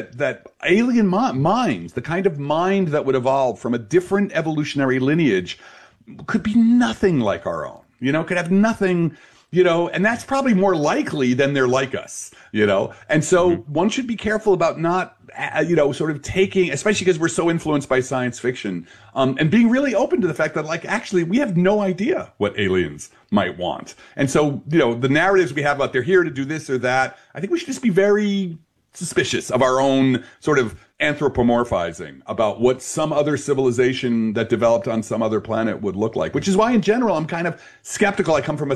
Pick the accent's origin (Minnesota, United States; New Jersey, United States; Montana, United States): New Jersey, United States; Belleville